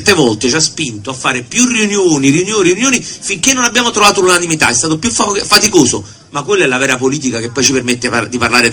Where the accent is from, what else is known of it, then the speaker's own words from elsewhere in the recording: Naples, Campania, Italy; mai avrei pensato di partecipare a un dibattito, alla festa della Lega, da napoletano e da meridionale